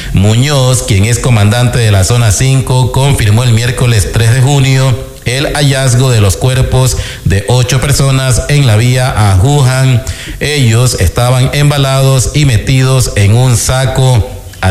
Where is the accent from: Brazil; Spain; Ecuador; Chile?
Ecuador